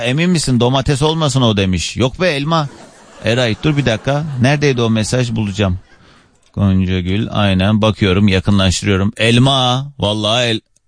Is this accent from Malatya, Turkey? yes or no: no; Kars, Turkey; Karslıyım ben.